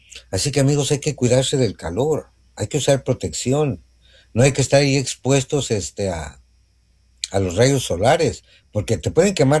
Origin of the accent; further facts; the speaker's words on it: Mexico; yo soy el típico mexicano, que dejo todo para mañana.